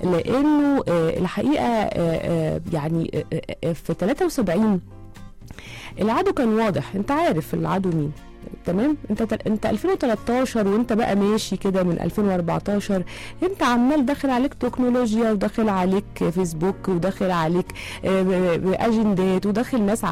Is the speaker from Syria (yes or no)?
no; Egypt; كمان زي أي مواطن مصري منكم